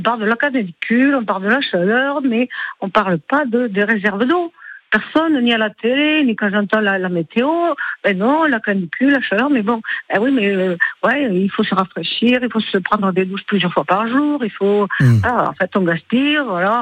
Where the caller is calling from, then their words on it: Gourdan-Polignan, Occitanie, France; moi, je suis à Gourdon-Polignan.